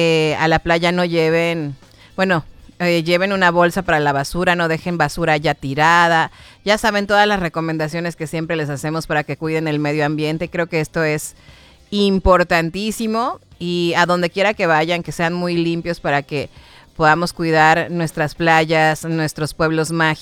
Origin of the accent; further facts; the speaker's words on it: Mexico; born there; somos mexicanos y estamos orgullosos de haber nacido en este país tan bello y tan rico en muchas cosas, con tanta riqueza cultural, gastronómica y por supuesto tanta riqueza natural